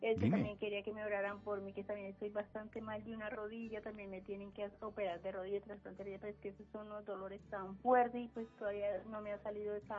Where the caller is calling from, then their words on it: Girardot, Cundinamarca, Colombia; aquí en Girardot, en el barrio Portachuelo.